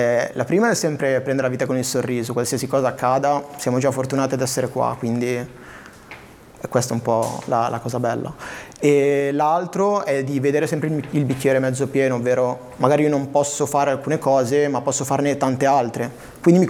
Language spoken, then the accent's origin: Italian; Lodi, Lombardy, Italy; moved away as an adult; now in Genoa, Italy; sono di Lodi, sono trasferito a Genova da un paio d'anni.